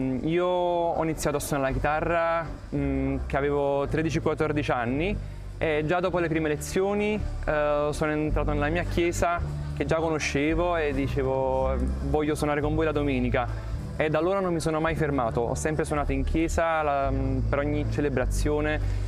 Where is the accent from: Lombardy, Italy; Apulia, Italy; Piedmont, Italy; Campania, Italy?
Campania, Italy; Naples; vengo da Napoli e sto venendo qui a Medjugorje